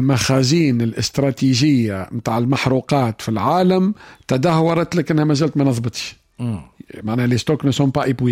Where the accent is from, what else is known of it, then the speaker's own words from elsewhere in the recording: Tunisia; وكانوا حتى تدخلاتهم كانت ماليه ليست عينيه كما عندنا في تونس.